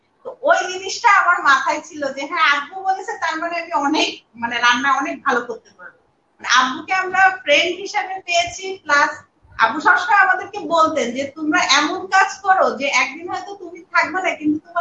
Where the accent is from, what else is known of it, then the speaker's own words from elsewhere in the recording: Kushtia, Khulna Division, Bangladesh; আমি তো কুষ্টিয়ার মেয়ে, কুষ্টিয়ায় পড়ালেখা বড় হওয়া